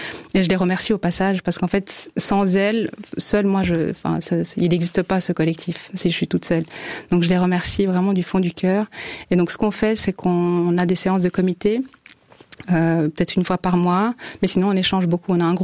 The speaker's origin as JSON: {"language": "French", "country": "Rwanda", "tie": "born or raised there", "moved": "yes", "lives_now": "Switzerland"}